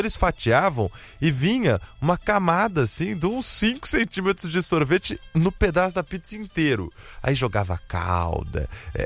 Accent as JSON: {"language": "Portuguese", "town": "Campinas", "region": "São Paulo", "country": "Brazil", "tie": "born or raised there", "said": "Quando eu era moleque lá em Campinas, a gente se juntava também."}